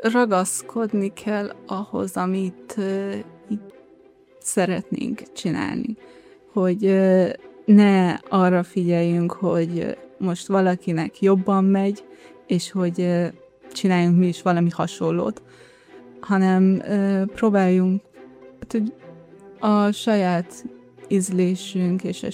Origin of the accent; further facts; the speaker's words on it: Iran; moved away as an adult; now in Hungary; itt születtem, és amikor egy éves voltam, akkor költöztünk Iránba, és 18 évesen jöttünk vissza.